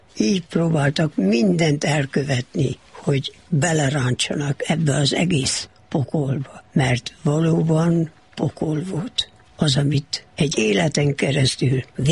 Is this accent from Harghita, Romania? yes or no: yes; Okland, Harghita, Romania; moved away; Oklandon éltem le az életemet, amíg otthon voltam.